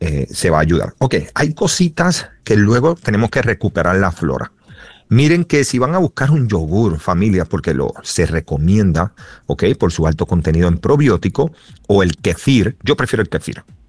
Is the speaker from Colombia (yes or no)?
no; Dominican Republic; nosotros somos dominicanos